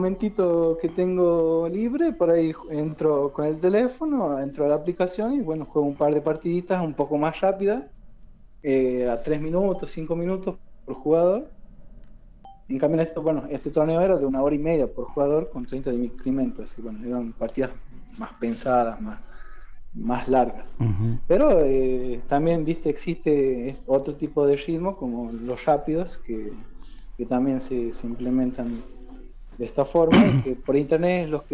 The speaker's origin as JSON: {"language": "Spanish", "region": "La Rioja", "country": "Argentina", "moved": "yes", "said": "de donde yo soy, que de La Rioja"}